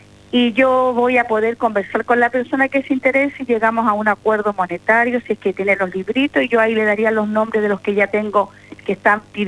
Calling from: Chile; somos chilenos

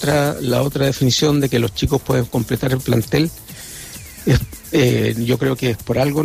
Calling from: Santiago, Santiago Metropolitan Region, Chile; de Los Muelles y de Santiago.

